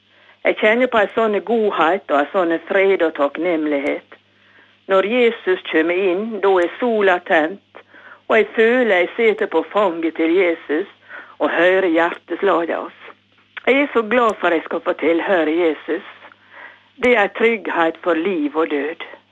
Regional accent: Lepsøya, Møre og Romsdal, Norway; now in Vigra, Norway; Jeg kommer egentlig fra Løfsøya, og den fine øya, den ser jeg rett fra kjøkkenvinduet mitt.

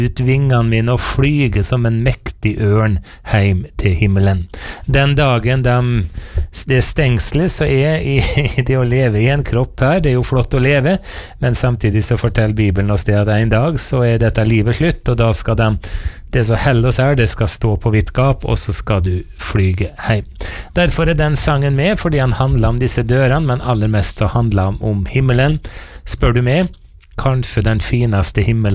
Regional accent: Eide, Møre og Romsdal, Norway; moved away; Jeg vokste opp en gar på Eide på Nordmøre, I en liten bygd som heter Vassgård. Og mora mi bor der ennå

